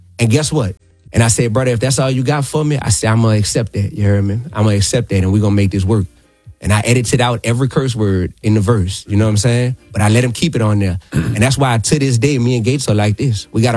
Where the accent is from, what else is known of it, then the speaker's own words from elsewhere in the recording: New Orleans, Louisiana, United States; I'm still from New Orleans. I still came up in a space to where it's like, boy, you'll get your dome knocked off